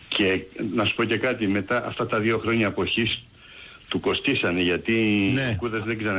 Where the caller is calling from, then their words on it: Attica, Greece; από Αττικό Νάλσος.